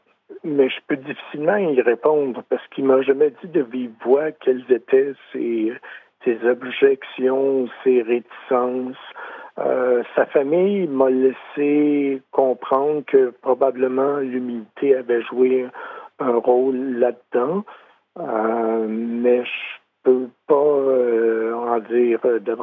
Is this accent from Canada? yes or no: yes; Saint-Ours, Quebec, Canada; Non, il n'y a véritablement pas de lien parce que j'ai grandi à Saint-Ours avant de quitter l'endroit pendant plusieurs années et avant d'y revenir.